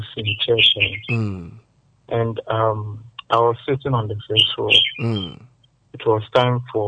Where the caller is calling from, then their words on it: Takoradi, Western Region, Ghana; from Airport Ridge.